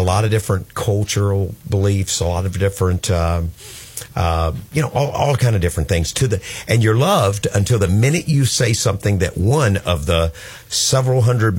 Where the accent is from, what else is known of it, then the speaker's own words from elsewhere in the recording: Florida, United States; I'm from Flagler County.